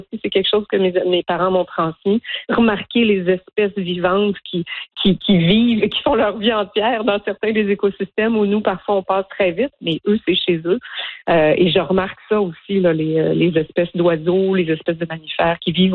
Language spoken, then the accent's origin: French; Ontario, Canada; Donc, je suis née en Ontario, j'ai grandi en Ontario.